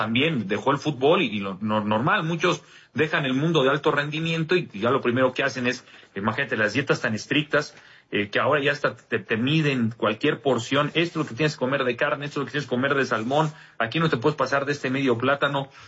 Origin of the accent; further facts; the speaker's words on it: Mexico; nosotros mismos como mexicanos